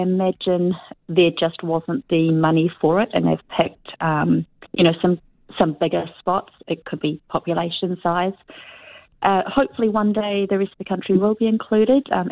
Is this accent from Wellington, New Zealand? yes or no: no; Rahotu, Taranaki, New Zealand; now in Marlborough, New Zealand; I'm from Rahutu in coastal Taranaki.